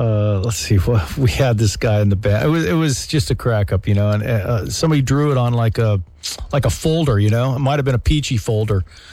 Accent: Woodland Hills, California, United States; Woodland Hills.

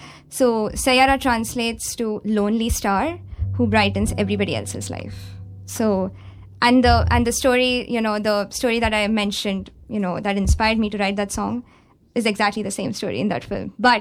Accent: Kerala, India; first language Malayalam; this next song is in my mother tongue, Malayalam. And this is specially for my family. Mom, Dad are listening to this right now.

